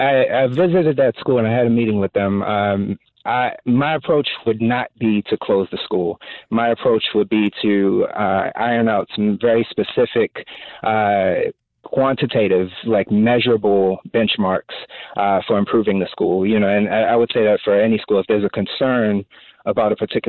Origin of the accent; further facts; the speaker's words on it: Baltimore, Maryland, United States; I'm born and raised in Baltimore City. I graduated from Baltimore City Public Schools. I used to be a teacher in Baltimore City Public Schools, and I still live in Baltimore City. So this is my home.